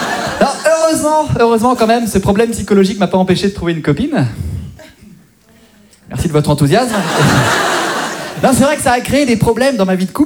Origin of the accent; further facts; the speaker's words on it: Brittany, France; je viens de Bretagne et je suis imitateur, donc ringard.